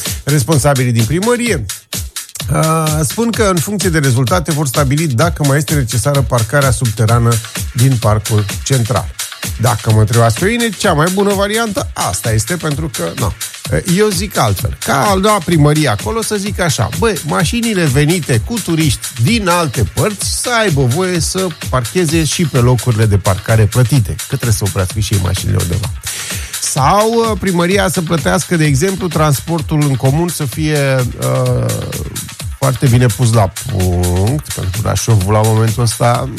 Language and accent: Romanian; Romania